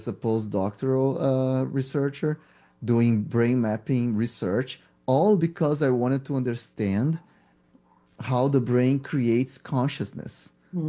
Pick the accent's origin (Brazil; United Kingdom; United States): Brazil; English is a second language; growing up in Brazil in the 90s